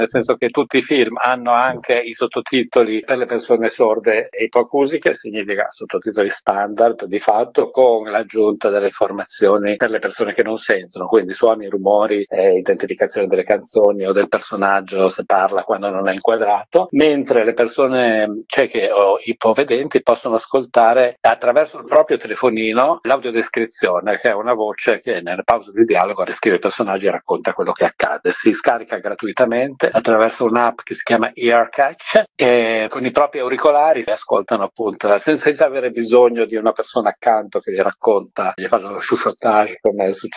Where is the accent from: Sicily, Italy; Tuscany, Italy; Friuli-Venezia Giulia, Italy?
Friuli-Venezia Giulia, Italy; Udine; Udine è la mia città d'origine